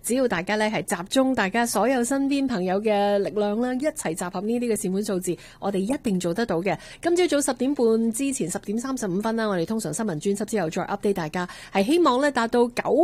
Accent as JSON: {"language": "Cantonese", "country": "Canada", "said": "我哋加拿大人嘅精神"}